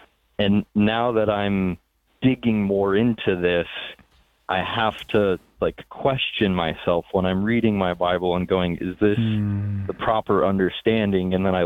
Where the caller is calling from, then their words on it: Punta Gorda, Florida, United States; I'm from Punta Gorda, Florida, though.